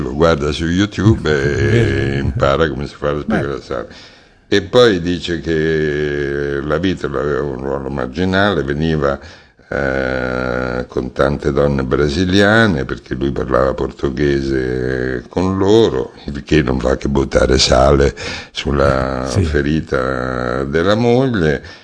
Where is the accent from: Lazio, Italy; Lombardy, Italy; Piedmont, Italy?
Lombardy, Italy; Brescia; now in Milan, Italy; da bresciano trapiantato a Milano